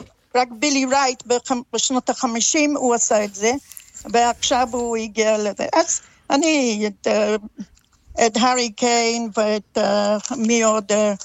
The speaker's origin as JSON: {"language": "Hebrew", "region": "London", "country": "United Kingdom", "tie": "born or raised there", "second_language": "Hebrew", "moved": "as an adult", "lives_now": "Israel", "said": "אני מהאיסט אנד. אהה. זה קרוב לתמזה, אבל שם גדלתי עם האזור של המון יהודים"}